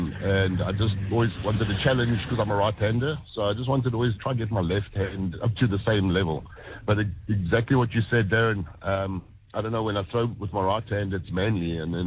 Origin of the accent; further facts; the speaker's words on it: Tokyo, Japan; I remember growing up in Manzan, Tokyo, though.